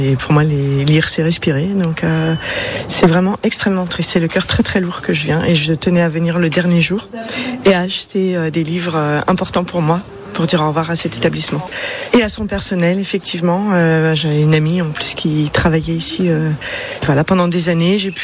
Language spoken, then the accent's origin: French; Brittany, France; moved away; C'est un établissement qui m'a accueilli quand je suis arrivée de Bretagne ici il y a 26 ans.